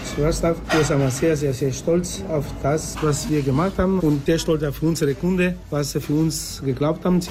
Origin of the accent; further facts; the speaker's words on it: Austria; ich bin aufgewachsen in Österreich mit der Pizza